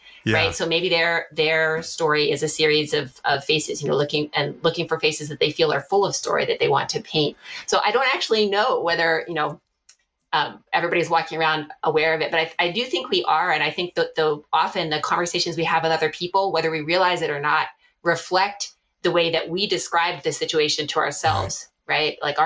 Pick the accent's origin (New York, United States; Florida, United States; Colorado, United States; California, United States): New York, United States; born there; also born or lived in Maryland / Washington DC / West Coast; now in Pennsylvania, United States